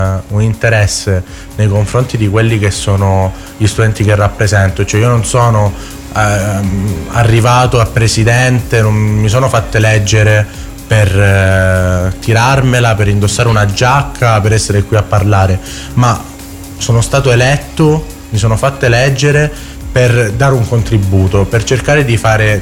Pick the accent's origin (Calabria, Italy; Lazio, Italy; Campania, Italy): Calabria, Italy; Reggio Calabria